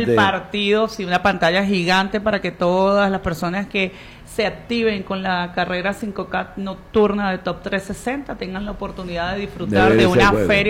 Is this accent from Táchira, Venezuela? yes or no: yes; San Cristóbal, Táchira, Venezuela; Yo soy de aquí de San Cristóbal y yo siempre soñé hacer mi primer evento aquí en San Cristóbal.